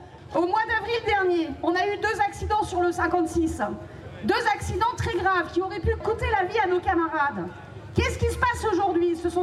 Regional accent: Brittany, France; je viens du Morbihan.

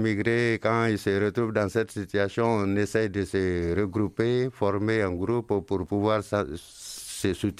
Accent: Mali; moved away as an adult; now in France; Je suis de nationalité malienne. Je vis en France ici depuis 2013.

